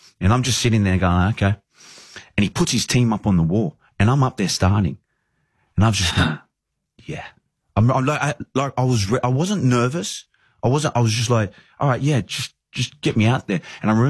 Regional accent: Australia; moved away; I knew coming over to Leeds that it wasn't going to be easy. You know, like I'm coming over as an Australian into an English setup

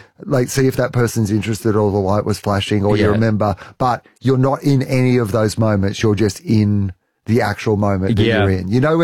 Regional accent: Australia; I did gigs in New Zealand that very much are like as an Australian doing comedy in New Zealand.

